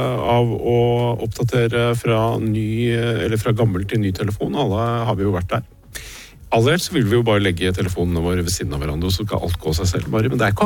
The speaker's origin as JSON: {"language": "Norwegian", "town": "Drøbak", "region": "Akershus", "country": "Norway", "tie": "born or raised there", "moved": "yes", "lives_now": "Hamar, Norway", "said": "For jeg jo født og oppvokst I Drøbak. Og så hører jeg jo at jeg etter snart 25 år I Hamar, jeg prater jo veldig mye breiere nå enn jeg gjorde da."}